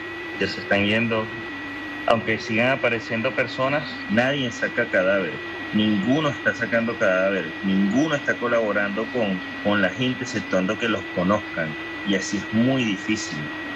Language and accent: Spanish; La Guaira, Venezuela; moved away as an adult; now in Galdakao, Spain; yo nací en La Guaira, tengo toda mi familia acá. Trabajé como paramédico de los 19 años hasta hace 8 años que me fui a España. Ya tengo la nacionalidad española.